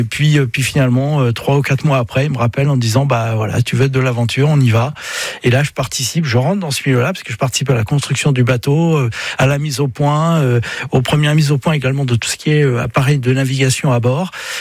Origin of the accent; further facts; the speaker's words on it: Brittany, France; je suis breton, et puis je le ressens profondément, donc voilà, de la vallée de la Rance, juste derrière Saint-Malo